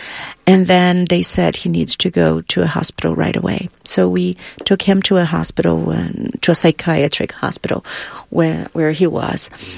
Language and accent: English; Brazil; English is a second language; I am originally from Brazil. And during my time, I only had 3 hours of school in the morning from 7 to 10.